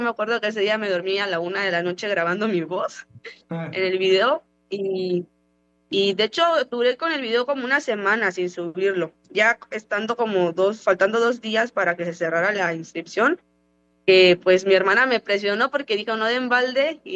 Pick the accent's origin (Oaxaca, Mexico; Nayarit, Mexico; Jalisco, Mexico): Oaxaca, Mexico; yo le dije que soy de Oaxaca